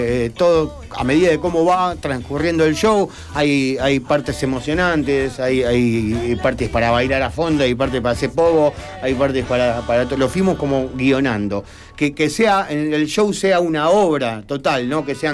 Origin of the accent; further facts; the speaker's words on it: Rosario, Santa Fe, Argentina; Yo soy de Zona Sur, después me mudé al centro, más de grande.